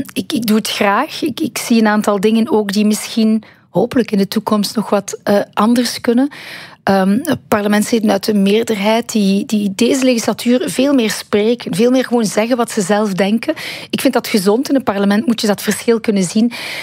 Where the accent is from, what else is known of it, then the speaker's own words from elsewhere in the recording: Ghent, Flanders, Belgium; ook gewoon een Vlaamse ben. Ik ben van Gent, ik ben van Vlaanderen.